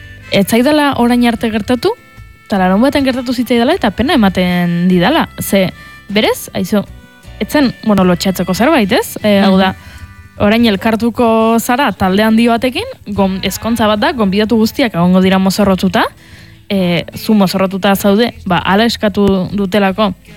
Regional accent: Tolosa, Basque Country, Spain; Eta ni Tolosarra naiz, mozorrotzea gustatzen zait, inauteriako dakizue garrantzitsuak direla guretzat

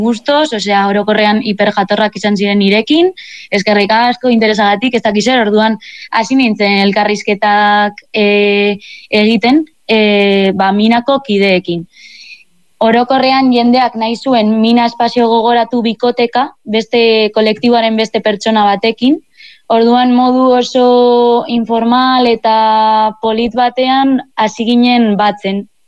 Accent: Bilbao, Basque Country, Spain; ze ni Iralakoa naiz, eta Labairu kalea dau Iralara joateko normalean pasatu berzara hortik batzutan.

